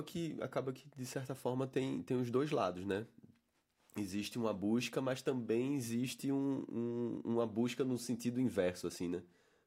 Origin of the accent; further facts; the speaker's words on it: Brazil; a primeira vez que eu saí do Brasil na minha vida foi para tocar.